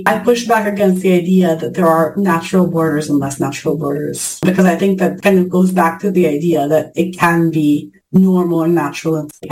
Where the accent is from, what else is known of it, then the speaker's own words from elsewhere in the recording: Italy; moved away; I grew up in Italy